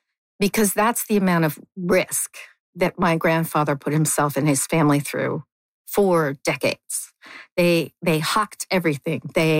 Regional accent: Canada; As a Canadian, you need to remember this

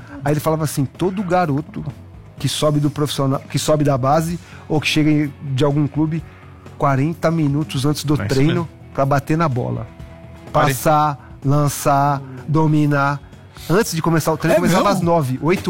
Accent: São Paulo, Brazil; Eu cresci minha vida jogando no Jardim Maringá

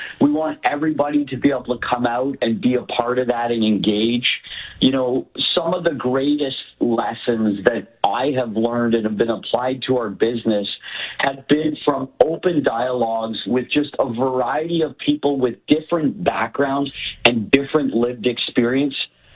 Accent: Niagara, Ontario, Canada; You know, Niagara, I've been born and raised in Niagara, and there's so many things to love about it.

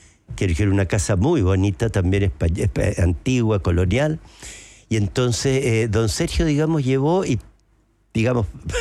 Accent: Chile; Todos somos indígenas los chilenos, somos todos, tenemos sangre indígena. Yo me hice el examen de ADN, qué sé yo, y tengo un 20% más o menos de sangre.

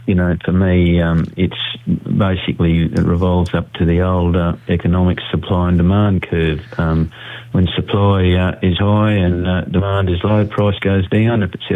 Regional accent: Taroom, Queensland, Australia; My hometown of Taroom, for an example, it's very hard to buy a house in Taroom. It's a community of 800 people.

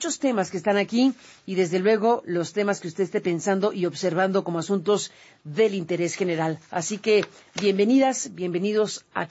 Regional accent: Mexico

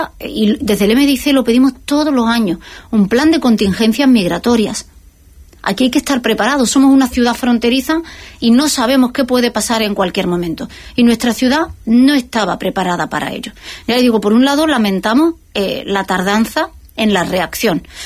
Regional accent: Ceuta, Spain; Los ceutíes, que no hemos tenido vacaciones

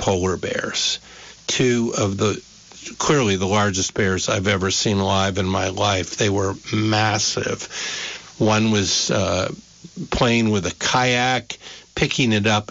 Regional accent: St. Albans, Vermont, United States; and we're from St. Albans.

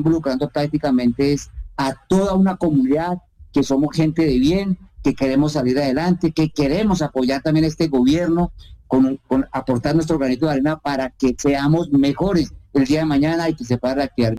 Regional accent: Chichimene, Meta, Colombia; Cuando uno habla que soy de Chichimene, que estamos en Chichimene

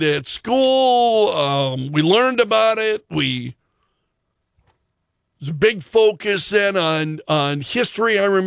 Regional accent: Sioux Falls, South Dakota, United States; born there; I was at the old Hayward Elementary School in Sioux Falls during America's bicentennial.

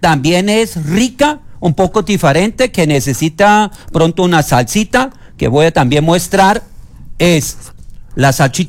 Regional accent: Germany; moved away as an adult; now in Colombia; yo soy alemán, estoy viviendo hace 36 años en Colombia

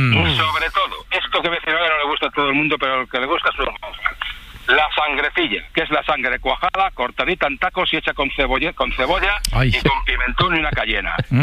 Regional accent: Valladolid, Castile and León, Spain; Yo soy de Valladolid, de capital, ¿vale? De generaciones.

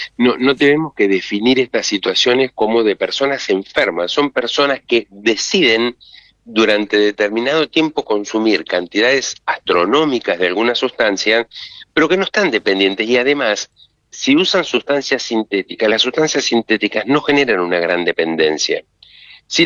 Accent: Argentina

